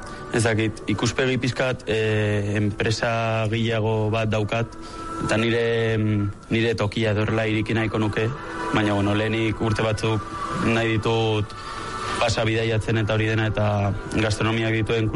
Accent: Lasarte-Oria, Basque Country, Spain; Ni Lasartetik.

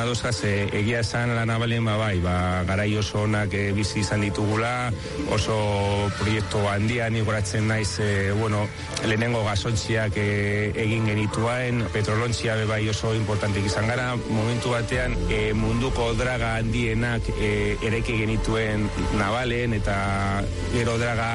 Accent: Barakaldo, Basque Country, Spain; now in Larrabetxu, Spain; Barakaldokoa naiz, azken urteetan Larrabetxun bizi naiz.

